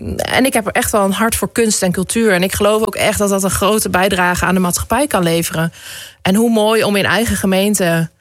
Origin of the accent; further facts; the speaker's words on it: Deurningen, Overijssel, Netherlands; moved away as an adult; also born or lived in Utrecht / Amersfoort; now in Drenthe, Netherlands; ik ben dus opgegroeid in Twente. Een klein dorpje, Deurningen. Uiteindelijk gaan studeren in Utrecht. En daar blijven hangen, gaan werken in Amersfoort.